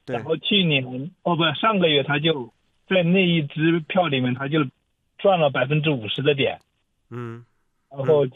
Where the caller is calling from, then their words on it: Dongguan, Guangdong, China; 我也是东莞的，